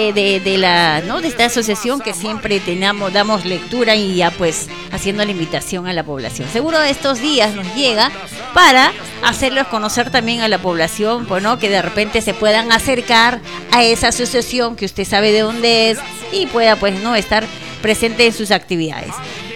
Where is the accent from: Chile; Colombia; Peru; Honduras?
Peru; Lima; moved away; yo soy de la zona norte ya Hoyos de Lima